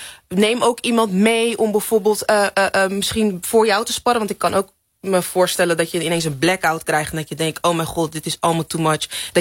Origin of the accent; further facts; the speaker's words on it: Netherlands; ik ben geboren getogen in Nederland, maar ik ben wel opgevoed in een echt Nigeriaans huis.